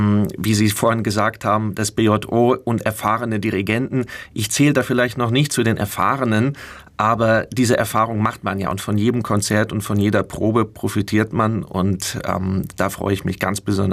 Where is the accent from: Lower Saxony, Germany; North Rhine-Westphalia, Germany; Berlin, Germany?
Lower Saxony, Germany; Hannover; das war in der Staatsoper in Hannover, meiner Heimatstadt, wo ich die Zauberflöte gesehen habe.